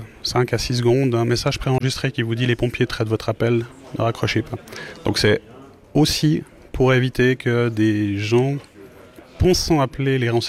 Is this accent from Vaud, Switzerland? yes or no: yes; Montreux, Vaud, Switzerland; je viens de Montreux